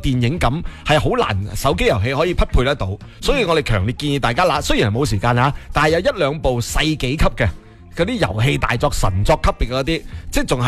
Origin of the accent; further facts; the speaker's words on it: Guangdong, China; 咁其实我哋广东人日常呢其实会比较鍾意食米粉啊、炒粉啊、河粉啊咁样嘅。